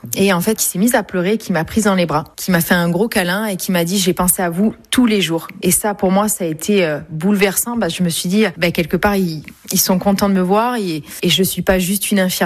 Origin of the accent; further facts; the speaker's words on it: Pessac, Nouvelle-Aquitaine, France; born there; je suis surtout girondine, parce que je suis née à Pessac.